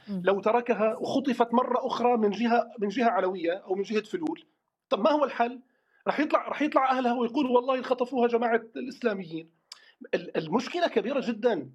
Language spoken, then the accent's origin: Arabic; Syria; اليوم الإماراتيين جاءوا ليبنوا عندنا في الساحل السوري